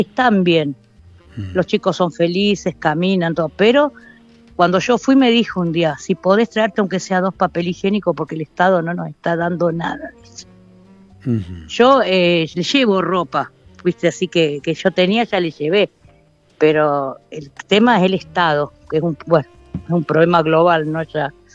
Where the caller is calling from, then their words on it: Morón, Buenos Aires Province, Argentina; de Morón.